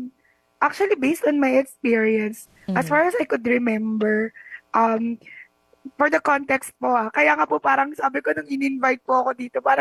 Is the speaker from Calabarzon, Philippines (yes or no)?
yes; Batangas, Calabarzon, Philippines; sa amin sa Tagalog, sa Batangas